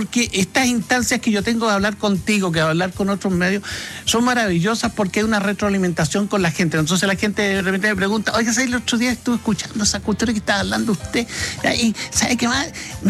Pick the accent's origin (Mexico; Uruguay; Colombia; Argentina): Argentina; Somos latinos. Entonces, de repente, vienen a veces los españoles, vienen los ingleses, y nos tratan de decir, ¿pero cómo? ¿Y cómo? Así somos. Nosotros, mira, ni siquiera somos iguales entre nosotros, los argentinos